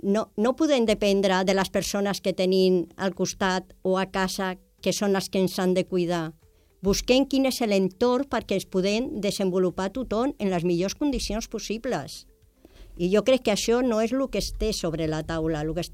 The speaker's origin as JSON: {"language": "Catalan", "town": "Sant Feliu de Llobregat", "region": "Catalonia", "country": "Spain", "said": "jo, com que vinc de Sant Feliu"}